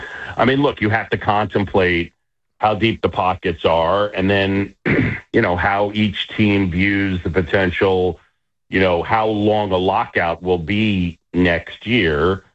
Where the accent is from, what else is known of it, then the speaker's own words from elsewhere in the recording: New York, United States; our friend Tim Sheehy, we grew up with on Roosevelt Island in New York.